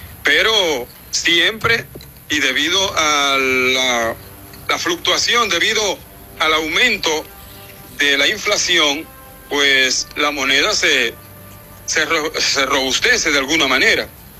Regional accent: San Pedro de Macorís, Dominican Republic; now in Puerto Rico; de mi país, de mi pueblo, San Pedro de Macorís

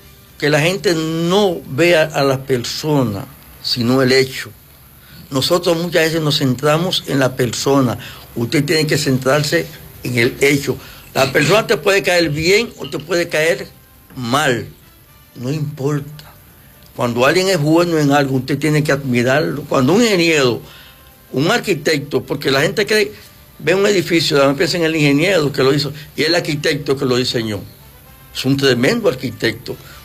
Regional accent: Dominican Republic; soy el dominicano con más título en Amazon

